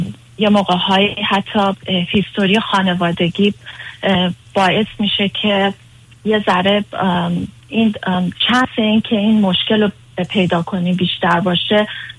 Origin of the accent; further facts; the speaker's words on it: Iran; من میگم چون خودم ایرانی هستم و همیشه هم یه ارادت خاصی به هموطنهای خودم داشتم